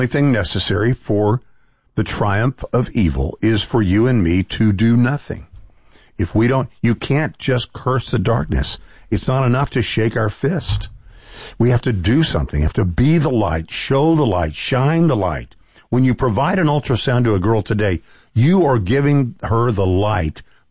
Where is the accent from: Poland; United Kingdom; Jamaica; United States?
United States; Texas; Gavin Newsom bought billboard space in my home state of Texas